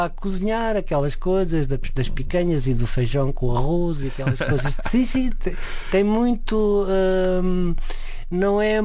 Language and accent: Portuguese; Tomar, Santarém, Portugal; now in Lisbon, Portugal; Cresci em Tomar. Cresci, sim.